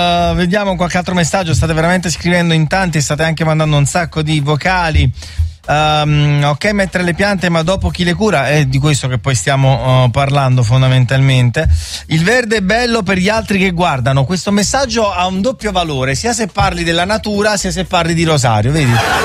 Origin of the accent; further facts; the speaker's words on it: Naples, Campania, Italy; io sono di Ponticelli